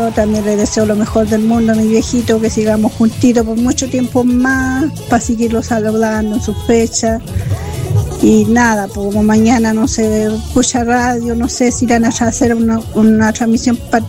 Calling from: Catemo, Valparaíso, Chile; somos de Acatemo.

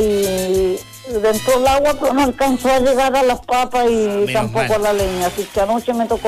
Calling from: Cañete, Biobío, Chile; De la Villa Licauquén, que estoy inundada en agua aquí.

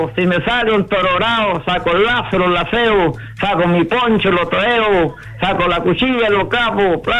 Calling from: Cañete, Biobío, Chile; De Cayo Cupil, de Cañete.

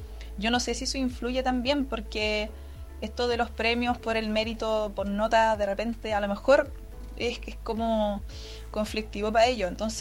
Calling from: Santiago, Santiago Metropolitan Region, Chile; Yo soy de Santiago.

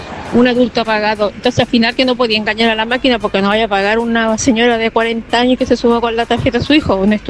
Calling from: Temuco, Araucanía, Chile; yo vivo en Temuco.

